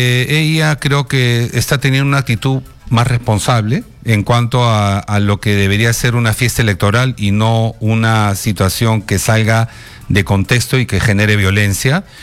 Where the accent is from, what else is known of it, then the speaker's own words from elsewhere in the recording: Peru; mi convicción de peruano ante todo